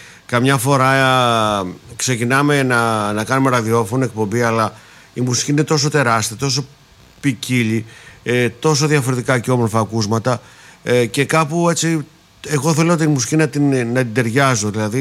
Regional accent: Volos, Thessaly, Greece; now in Skiathos, Greece; Εγώ είμαι από χωριό. Εγώ είμαι από το Βόλο.

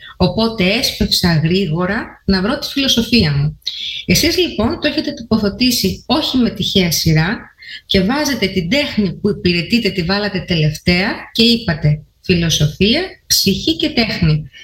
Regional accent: Greece; παρότι είμαστε Έλληνες, οπότε υπάρχει φυσικά στο περιβάλλον μας αυτή η μάλαξη στα αυτιά σχετικά με τη φιλοσοφία

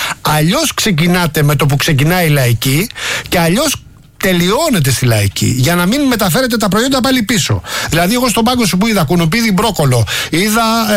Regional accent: Attica, Greece; Όχι μόνο φίλοι, είμαστε και κοντοχωριανοί που λέω κι εγώ, γιατί είμαστε από την Ανατολική Αττική εκεί.

